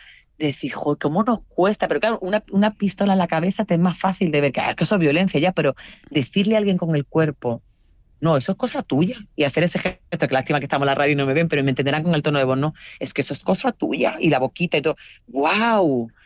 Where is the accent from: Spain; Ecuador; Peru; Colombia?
Spain; Andalusia; si yo soy blanca, pero yo soy andaluza, no soy catalana, ni soy vasca